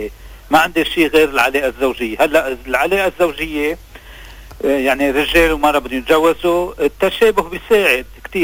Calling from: Lebanon; انا مواطن لبناني.

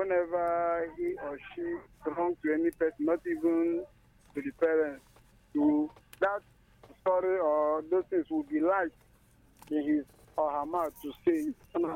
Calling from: Benue, Nigeria; I'm calling from Ubokolo, Benue State.

